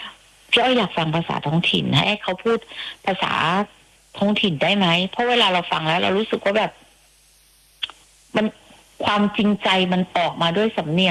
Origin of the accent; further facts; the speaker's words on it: Southern Thailand, Thailand; accent: southern Thai; เป็นคนใต้เนี่ย … ก็พูดออกทองแดงเพราะว่า … ไม่ได้อยู่ใต้ตลอดเวลา